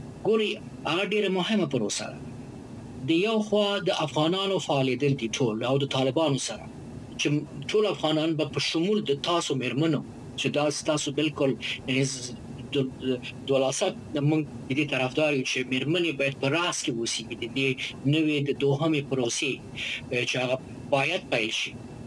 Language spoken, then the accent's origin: Pashto; Afghanistan; اما افغانستان خو زما هېواد دی، افغانستان زما ټاټوبی دی، زه افغانستان سره دښمني نه لرم.